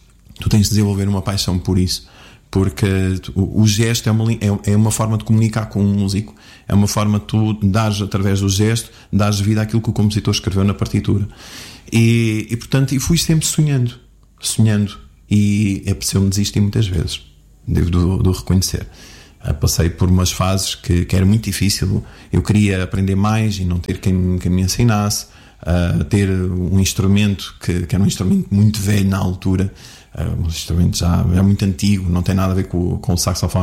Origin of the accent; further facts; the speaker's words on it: Portugal; born there; eu nasci no Rocio, em casa dos meus avós.